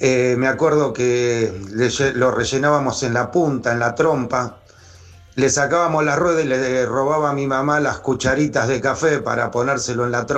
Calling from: San Justo, Buenos Aires Province, Argentina; de San Justo

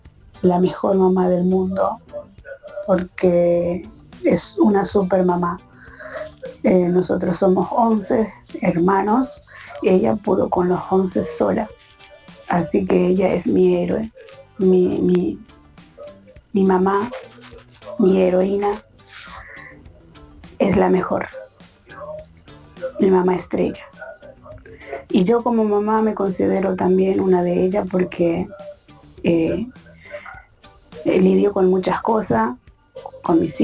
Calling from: Mariano Acosta, Buenos Aires Province, Argentina; de Mariano Acosta.

